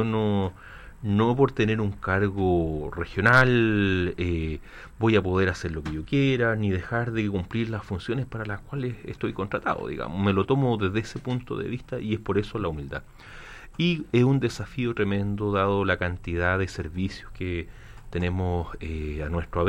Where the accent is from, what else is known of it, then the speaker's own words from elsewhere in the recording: Talca, Maule, Chile; yo soy nacido y criado en Talca, estudié en el Colegio Andes, después hice el preuniversitario en el Cervantes y luego la Universidad de Talca. Ese ha sido mi recorrido por Talca